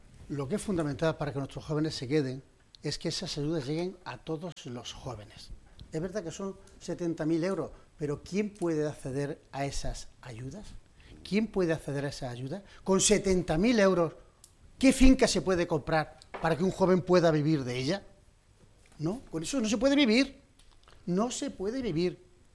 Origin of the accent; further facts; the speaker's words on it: Spain; Poca gente sabe que en Estados Unidos el principal país que vende aceite somos los españoles.